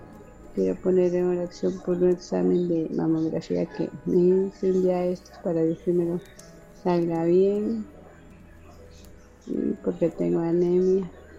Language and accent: Spanish; Siquirres, Limón, Costa Rica; soy de Siquirres, soy una fiel de Faro del Caribe.